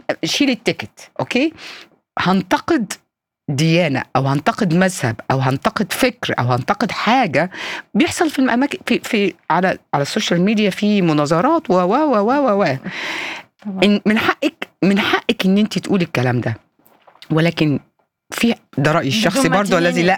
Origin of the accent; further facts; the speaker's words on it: Egypt; احنا عندنا في مصر للاسف الشديد كلمات عنصريه بنقولها على المسيحيين